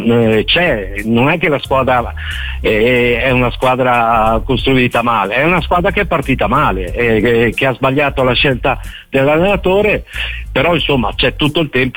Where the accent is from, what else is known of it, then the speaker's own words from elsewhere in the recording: Veneto, Italy; born there; now in Florence, Italy; Cioè, mi piace ricordare che sono nato in provincia di Venezia, ma ormai io sono qui da 35 anni, io sono ormai fiorentino adottato.